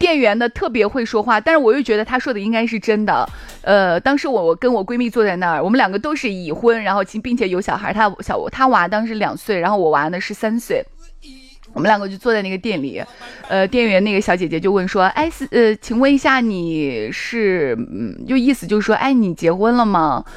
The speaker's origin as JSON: {"language": "Chinese", "country": "Thailand", "said": "大家好，我是来自泰国的"}